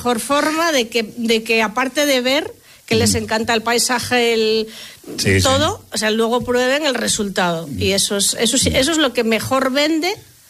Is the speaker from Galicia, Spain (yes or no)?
no; Asturias, Spain; nosotros somos de Asturias